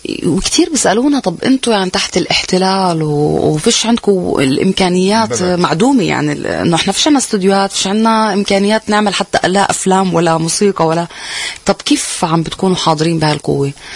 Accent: Palestine; كفلسطينيين

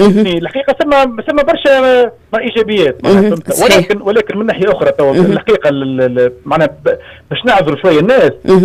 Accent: Tunisia; احنا في تونس

